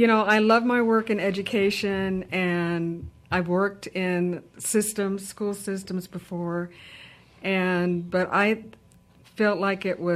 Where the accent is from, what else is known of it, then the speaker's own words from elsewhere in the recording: Tucson, Arizona, United States; moved away as an adult; now in Riverside County, California, United States; Well, originally, I'm from Tucson, Arizona.